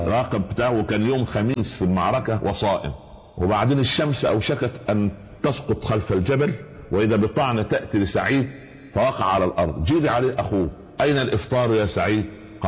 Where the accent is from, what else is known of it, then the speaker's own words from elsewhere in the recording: Upper Egypt, Egypt; يقول عندنا في الصعيد على القدر برمة